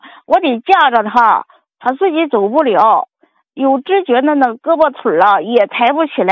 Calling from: Gucheng, Hebei, China; 我是河北固城县的。

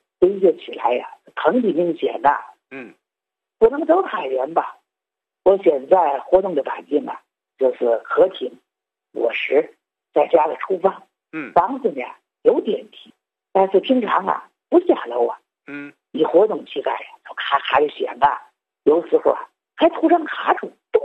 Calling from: Tianjin, China; 我是天津的。

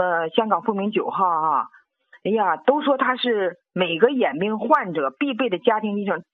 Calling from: Shijiazhuang, Hebei, China; 我是石家庄的。

